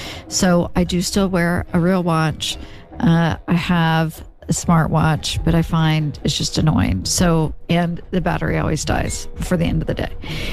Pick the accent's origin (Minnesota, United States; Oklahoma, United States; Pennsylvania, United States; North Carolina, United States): Oklahoma, United States; now in New Jersey, United States; growing up in Oklahoma, I ate BLTs. I love BLTs, but I did not really know what a real BLT was until I moved to Jersey and I had Jersey tomatoes.